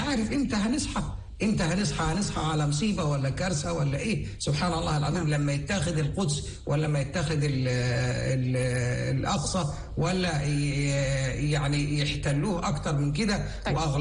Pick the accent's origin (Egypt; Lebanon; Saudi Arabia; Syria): Egypt; نتأثر به كمصريين